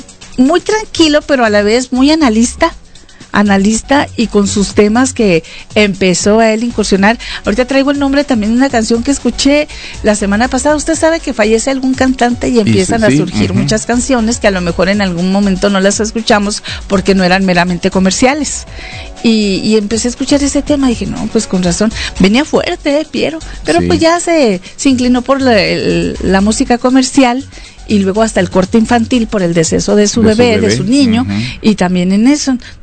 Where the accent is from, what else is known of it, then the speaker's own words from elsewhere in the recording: Mexico; como ciudadanos, como mexicanos, sabemos cómo está la situación.